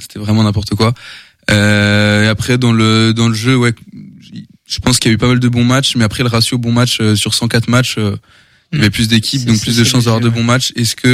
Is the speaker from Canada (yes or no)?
no; France